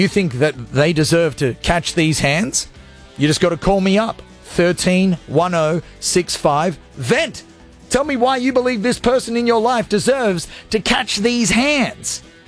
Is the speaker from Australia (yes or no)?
yes; Gold Coast, Queensland, Australia; I grew up in Australia. I grew up in Queensland. Idiot. Of course, that's where it is. But I actually grew up on the Gold Coast.